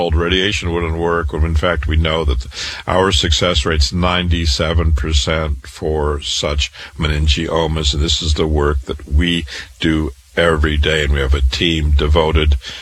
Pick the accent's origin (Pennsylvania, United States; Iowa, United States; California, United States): Iowa, United States; Waterloo; I was born and raised in Waterloo, Iowa. I went to public school, went to university